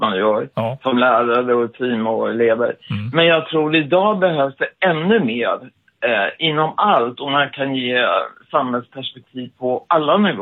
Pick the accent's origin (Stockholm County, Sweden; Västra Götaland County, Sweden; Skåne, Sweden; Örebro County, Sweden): Stockholm County, Sweden; Stockholm; born there; för jag är född i Stockholm och gått.